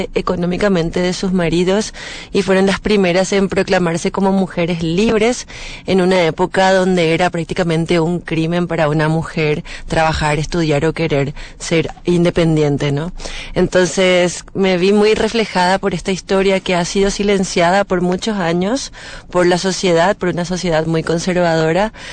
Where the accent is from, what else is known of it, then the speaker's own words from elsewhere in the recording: Paraguay; En guaraní, nuestro idioma nativo, nuestro idioma oficial en Paraguay, es nuestra segunda lengua.